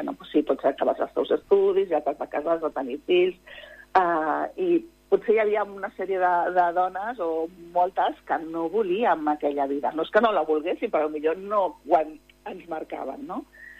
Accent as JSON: {"language": "Catalan", "town": "Barcelona", "region": "Catalonia", "country": "Spain", "tie": "born or raised there", "also_born_or_lived": "Cádiz", "said": "jo som nascuda a Càdiz, però vaig arribar a Barcelona, que tenia mesos, vull dir que som molt barcelonina"}